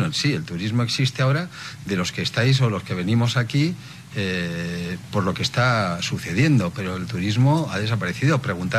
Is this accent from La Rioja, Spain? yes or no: no; Basque Country, Spain; moved away; Yo soy vasco